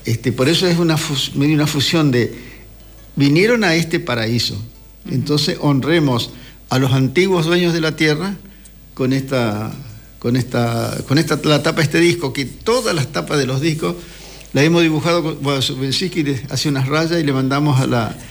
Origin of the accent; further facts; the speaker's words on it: Entre Ríos, Argentina; now in Corrientes, Argentina; Somos de la, si bien yo soy entrerriano, pero hace 58 años que soy correntino. La mayor parte de mi vida la he pasado ahí.